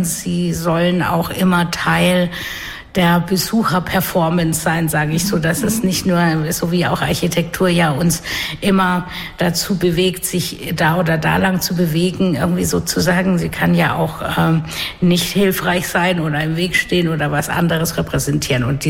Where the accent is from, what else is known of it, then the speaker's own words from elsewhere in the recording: Karlsruhe, Baden-Württemberg, Germany; moved away as an adult; now in Berlin, Germany; ich bin aus Karlsruhe, aber eben schon sehr lange in Berlin